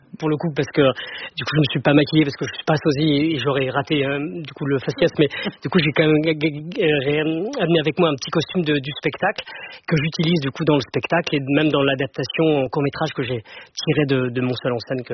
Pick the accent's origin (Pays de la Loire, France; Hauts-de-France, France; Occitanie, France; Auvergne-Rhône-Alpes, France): Hauts-de-France, France; Lille; Je suis comédien et danseur. Je viens de Lille et j'ai commencé à écouter … à l'âge de 12 ans.